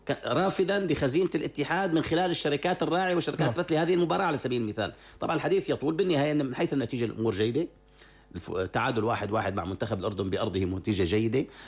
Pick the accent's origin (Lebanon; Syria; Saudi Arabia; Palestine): Syria; هون عندنا في سوريا